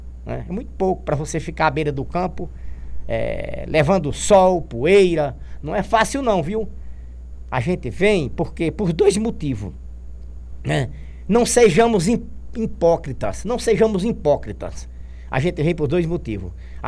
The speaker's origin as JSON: {"language": "Portuguese", "country": "Brazil", "said": "Porque nós somos um país rico, né?"}